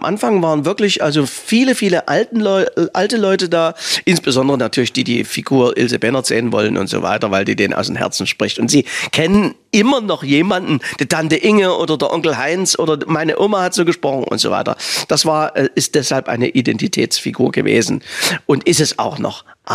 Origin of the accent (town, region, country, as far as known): Saxony, Germany; accent: Saxon